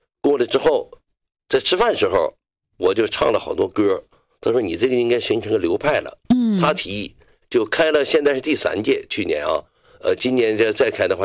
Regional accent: Northeast China, China; 我们实际上呢，就是黑土地的人呐，就是尤其是啊，从我的家乡流过的是松花江，是吧？母亲河，我。

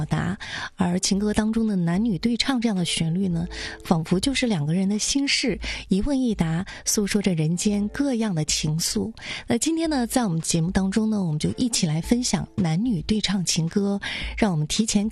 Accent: China; 这是属于我们中国人独有的浪漫节日，就是七夕节。

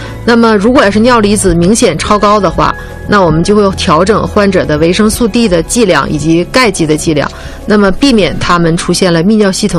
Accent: Northeast China, China; accent: Northeastern; 用我们东北话说，

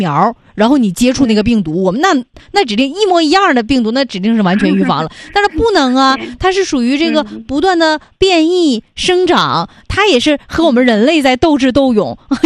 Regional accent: China; 我们中国人

